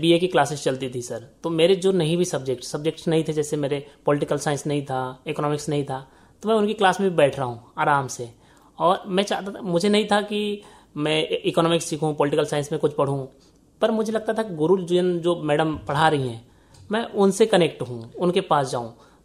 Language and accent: Hindi; Balaghat district, Madhya Pradesh, India; मैं ग्राम चुरली पोस्ट बोलेगांव तहसील लांजी जिला बालाघाट का निवासी हूँ।